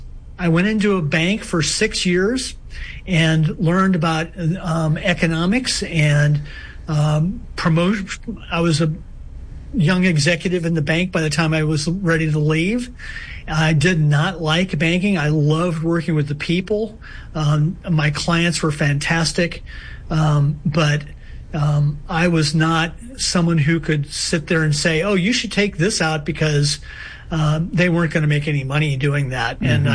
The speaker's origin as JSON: {"language": "English", "area": "St. Louis County", "region": "Missouri", "country": "United States", "tie": "born or raised there", "said": "I came from St. Louis, Missouri originally, and grew up in the country. St. Louis County used to be actually all farms and fields and pastures and woods when I grew up."}